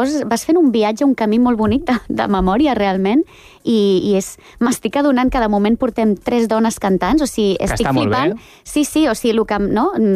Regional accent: Badalona, Catalonia, Spain; Soc del centre de Badalona, sí.

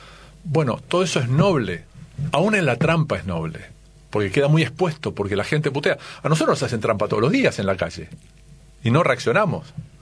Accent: Argentina

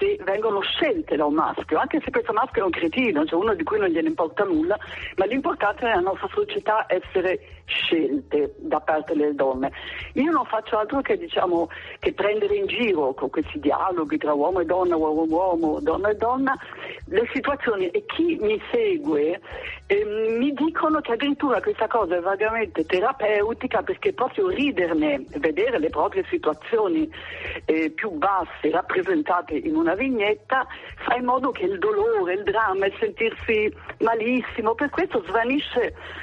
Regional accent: Tuscany, Italy; Io sono toscana di origine

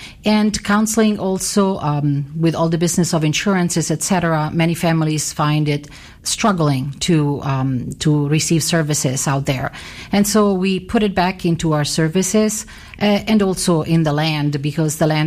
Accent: Assisi, Umbria, Italy; moved away; I was born and raised in Assisi, Italy

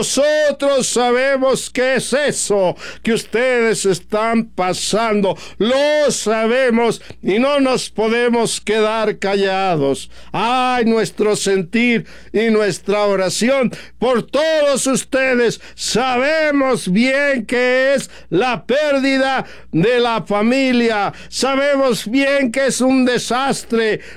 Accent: Mexico

